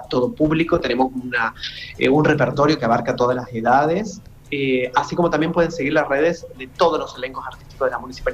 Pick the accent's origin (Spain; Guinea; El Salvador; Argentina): Argentina; Como sociedad argentina, es saber que nuestras raíces son como unas raíces un poco multiraciales, pluriculturales